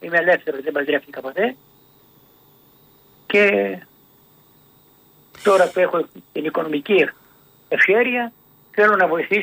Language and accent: Greek; Trizonia, Central Greece, Greece; moved away; Εγώ κατάγομαι από τα Τριζόνια, το νησάκι.